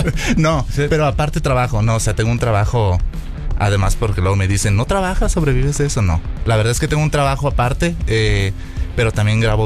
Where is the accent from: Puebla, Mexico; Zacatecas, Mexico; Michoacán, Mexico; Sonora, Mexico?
Michoacán, Mexico; Lázaro Cárdenas; No, yo soy de Lázaro Cárdenas, Michoacán.